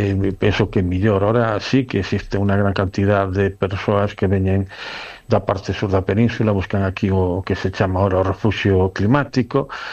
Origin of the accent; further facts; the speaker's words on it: Galicia, Spain; A ver, eu como galego solo ir todo ano